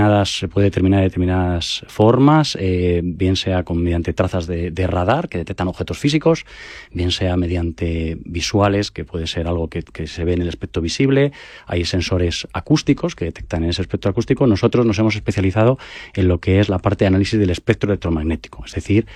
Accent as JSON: {"language": "Spanish", "country": "Spain"}